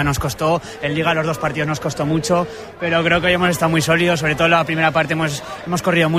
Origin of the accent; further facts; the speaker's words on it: Monzón, Aragon, Spain; conseguir este ascenso con el equipo de mi pueblo.